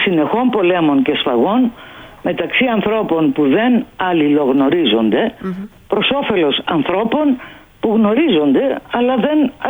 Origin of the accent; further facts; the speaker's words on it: Kefalonia, Ionian Islands, Greece; είμαι από την Κεφαλονιά